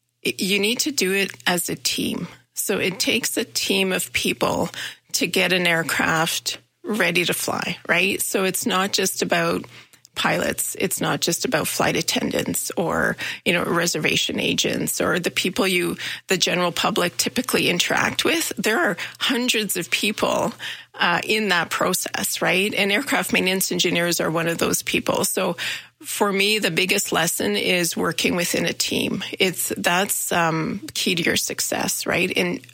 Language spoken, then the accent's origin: English; Manitoba, Canada; moved away as an adult; now in Calgary, Canada; I'm originally from Manitoba, and I came to SAIT, and I remember driving to Calgary. And so everything's new. I didn't know anybody. Went to SAIT for aircraft maintenance, and then ended up staying here in Calgary and working in Calgary.